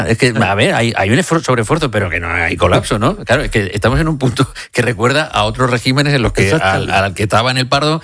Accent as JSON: {"language": "Spanish", "region": "Ceuta", "country": "Spain", "said": "somos nosotros los ceutíes los que hemos dicho"}